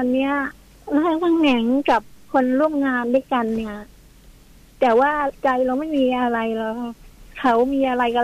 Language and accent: Thai; Samut Songkhram, Thailand; born there; now in Samut Sakhon, Thailand; เกิดที่สมุทรสงครามนะ